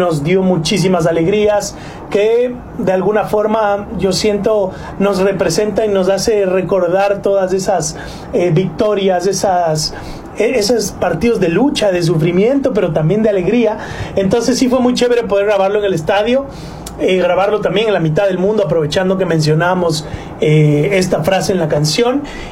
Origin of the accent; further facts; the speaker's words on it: Ecuador; vengo desde la mitad del mundo a recibir este premio por Ecuador